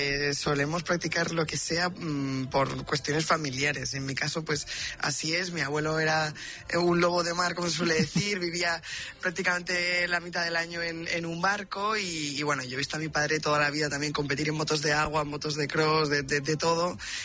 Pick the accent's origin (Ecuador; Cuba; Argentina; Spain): Spain; y sobre todo, pues si somos españoles, todavía con más orgullo.